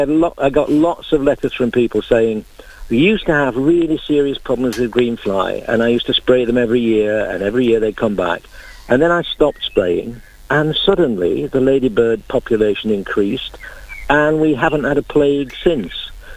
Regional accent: Yorkshire and the Humber, United Kingdom; I grew up in South Yorkshire

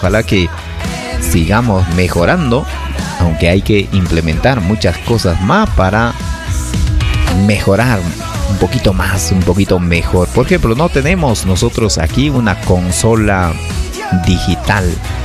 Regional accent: Vinchos, Ayacucho, Peru; born there; también por Vinchos, que es mi tierra de nacimiento

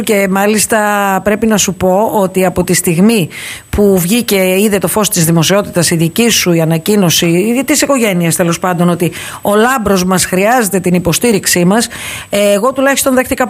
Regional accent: Western Greece, Greece; ως Ιτωλοκαρνάνες και ως Έλληνες

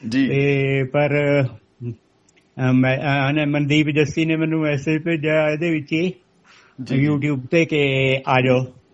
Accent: Punjab, India; 1988 ਚ ਫਲੱਡ ਆਏ ਸੀਗੇ ਤੇ ਸਾਡੇ ਪਿੰਡ ਦੇ ਕੋਲੋਂ ਰੋਪੜ ਦੇ ਨੇੜੇ ਬੁਧਕੀ ਨਦੀ ਨਿਕਲਦੀ ਹੈ, ਉਹ ਸਾਰੀ ਟੁੱਟ ਕੇ ਸਾਡੇ ਪਿੰਡ ਵੱਲ ਨੂੰ ਆ ਗਈ

